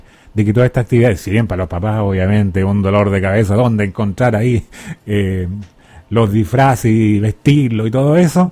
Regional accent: Chile; las cosas que nos identifican a nosotros como chilenos

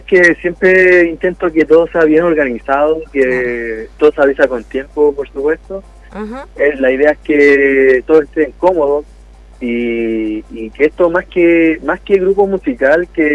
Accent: Paine, Santiago Metropolitan Region, Chile; Yo soy de Paine, la verdad.

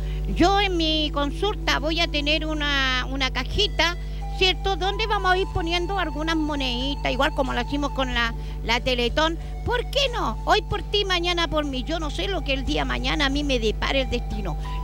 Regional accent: Chile; como buen chileno, porque somos chilenos

